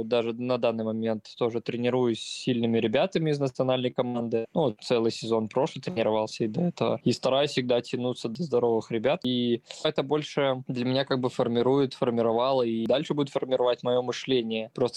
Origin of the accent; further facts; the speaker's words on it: Novopolotsk, Vitebsk Region, Belarus; я родом из Новополоцка, оттуда сейчас сейчас мой действующий тренер личный